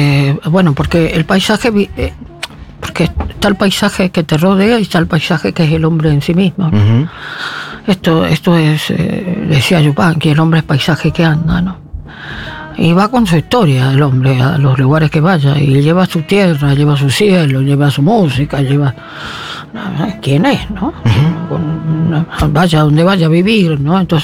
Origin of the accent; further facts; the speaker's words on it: Corrientes, Argentina; moved away as an adult; yo nací en Corrientes Capital y me acostumbré, pero ahora, como hace mucho que vivo acá también, es cierto que sufro un poco más el calor cuando voy.